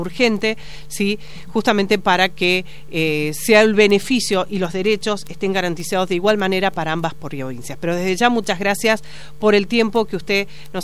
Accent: Mendoza, Argentina

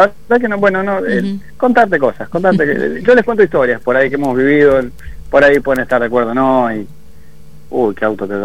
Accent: Argentina; me dijo, ¿vos sos argentino? Sí, mirá, tengo una bandera argentina

